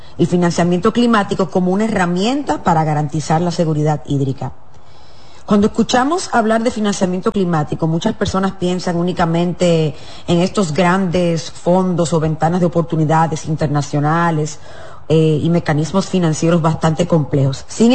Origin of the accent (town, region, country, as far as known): Dominican Republic